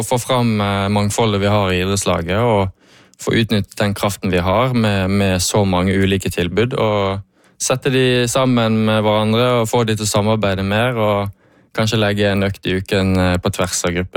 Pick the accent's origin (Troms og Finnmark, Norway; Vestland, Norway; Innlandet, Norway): Vestland, Norway; Fana; Det er veldig viktig. Det er der jeg kommer fra. Det er der jeg startet min vei på idrettsbanen.